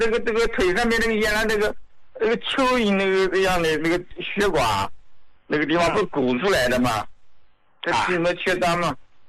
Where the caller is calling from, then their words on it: Nanjing, Jiangsu, China; 你好，吴老，我是南京的胡家老高的受用者。